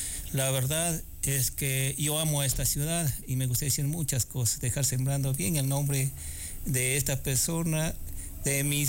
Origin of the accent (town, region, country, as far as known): Baños, Ecuador; moved away